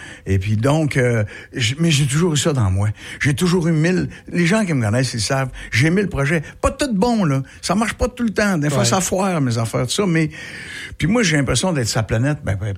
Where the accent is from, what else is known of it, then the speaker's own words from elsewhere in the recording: Lévis, Quebec, Canada; quand j'avais 7 ans à Lévis, parce que moi, je suis natif de Lévis